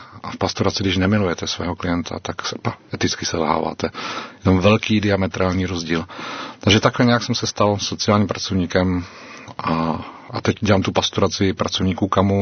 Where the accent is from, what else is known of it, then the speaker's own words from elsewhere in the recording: South Bohemian Region, Czechia; moved away; also born or lived in Prague; Takže jsem byl pokřtěn jako v římské katolické církvi. Poutní kostel Lomeček u Vodňan, původně jsem ze Šumavy. A pak jsem tak s ním nějak vyrůstal.